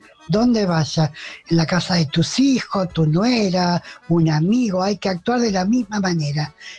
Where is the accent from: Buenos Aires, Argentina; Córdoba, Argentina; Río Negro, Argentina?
Buenos Aires, Argentina; Balvanera; Así que mi documento termina en 140. … de Balvanera.